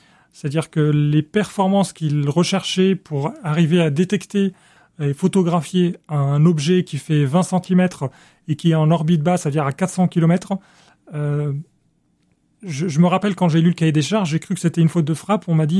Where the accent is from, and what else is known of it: Cairo, Cairo Governorate, Egypt; born or raised there; now in Limoges, France